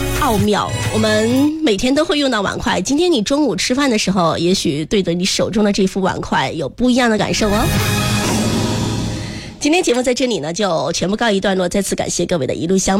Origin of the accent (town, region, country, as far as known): China